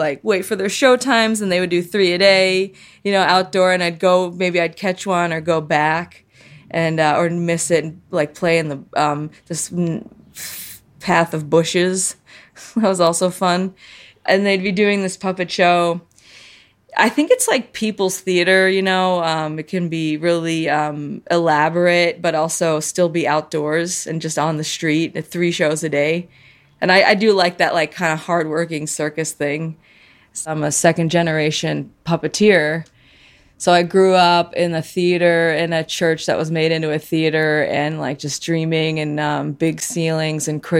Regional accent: Chicago, Illinois, United States; also born or lived in Colorado / upstate New York; I came here in sixth grade. I was about 10 from Colorado. And before that, I was in upstate New York, but I'm from Chicago. Since then, that's been my home, sixth grade. I live in West Logan Square. I love Chicago so much.

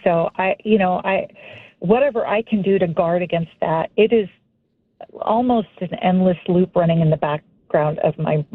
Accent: Texas, United States; I grew up in Texas, and my grandfather and my father were both very, I would say, cognitively very high-functioning individuals

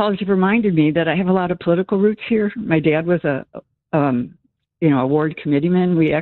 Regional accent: Chicago, Illinois, United States; I was born on the South Side in Inglewood and or Auburn Gresham and Ashburn Wrightwood. And I lived there in those South Side neighborhoods with my dad

